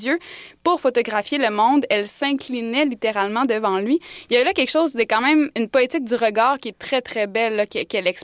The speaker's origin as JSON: {"language": "French", "town": "Montreal", "region": "Quebec", "country": "Canada", "said": "chez nous à Montréal"}